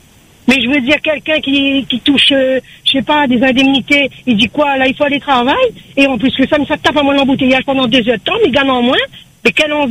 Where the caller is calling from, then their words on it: Réunion, France; je travaille sur Saint-Denis. Je pars dans l'Ouest tous les jours, je rentre chez moi.